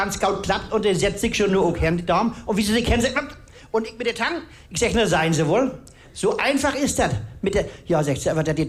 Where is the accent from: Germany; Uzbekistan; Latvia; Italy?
Germany; Mecklenburg-Vorpommern; Ja, ich hab in Lüttentheen bin ich geboren und auf Wussen.